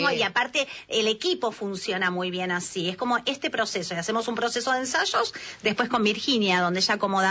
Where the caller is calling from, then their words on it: Argentina; Todo el tiempo le mando desde Argentina, corazón, desde Argentina.